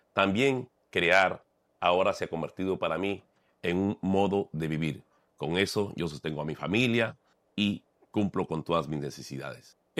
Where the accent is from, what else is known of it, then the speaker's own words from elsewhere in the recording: Máncora, Piura, Peru; born there; Hola, hola … compositor de música tropical, sobre todo cumbia. Actualmente soy presidente de la APDAIC, nacido en la provincia de Talara, Máncora, Perú.